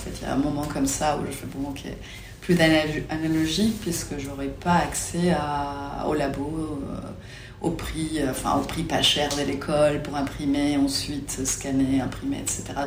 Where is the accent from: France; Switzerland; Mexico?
Mexico; Ensenada, Baja California; French is a second language; also born or lived in Mexico City; Moi, je viens de Mexico, mais j'ai grandi dans une toute petite ville qui s'appelle Ensenada, donc pas loin de la frontière avec les États-Unis.